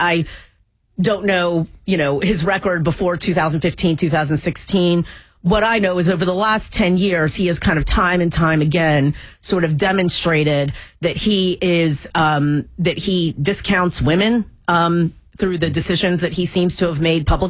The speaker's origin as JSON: {"language": "English", "town": "Columbia", "region": "Maryland", "country": "United States", "said": "So I am from Columbia, Maryland, here, and that's actually in Howard County. And my parents actually settled in Howard County, Maryland"}